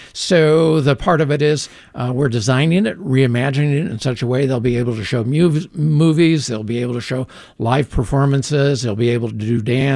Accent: Independence, Missouri, United States; I grew up in Independence

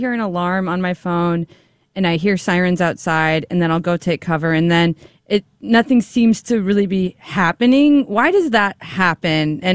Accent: Kansas City, United States; I'm from Kansas City

